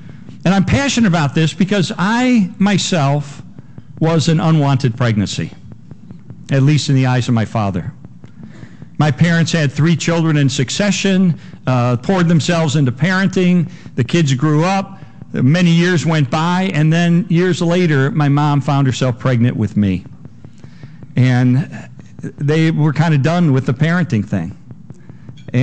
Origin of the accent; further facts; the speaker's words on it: Chicago, Illinois, United States; moved away as an adult; now in Texas, United States; I moved to Texas, and I'm from Chicago.